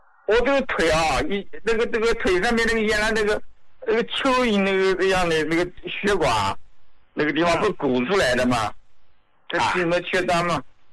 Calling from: Nanjing, Jiangsu, China; 你好，胡老，我是南京的胡椒老膏的受用者。

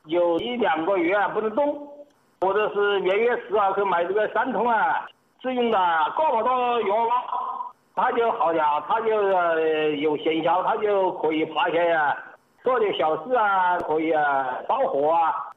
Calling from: Xiantao, Hubei, China; 我是仙桃杨明伟镇。

